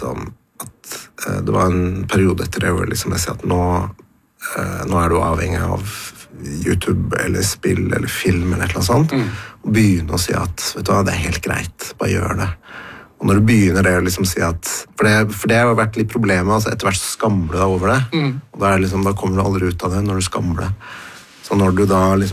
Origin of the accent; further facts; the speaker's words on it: Tromsø, Troms, Norway; born there; Ja, da sier jeg at jeg født i Tromsø, og så har jeg bodd sånn 20 pluss ulike plasser, så det vanskelig å peke på at der jeg hjemme, liksom.